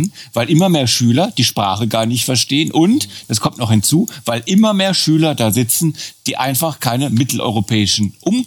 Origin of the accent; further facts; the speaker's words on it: Ludwigshafen, Rhineland-Palatinate, Germany; Da muss ich jetzt immer wieder das traurige Beispiel meiner Heimat Ludwigshafen denken